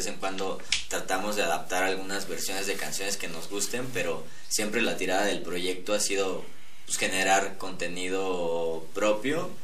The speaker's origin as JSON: {"language": "Spanish", "town": "Morelia", "region": "Michoacán", "country": "Mexico", "tie": "born or raised there", "said": "es una banda de rock que somos de aquí, de Morelia."}